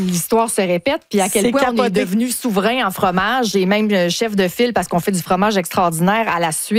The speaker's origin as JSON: {"language": "French", "region": "Quebec", "country": "Canada", "said": "Bien, je suis originaire de la région de Charlevoix."}